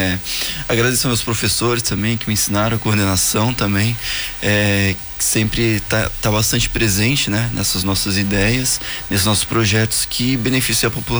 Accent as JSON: {"language": "Portuguese", "town": "Blumenau", "region": "Santa Catarina", "country": "Brazil", "said": "Sou de Blumenau."}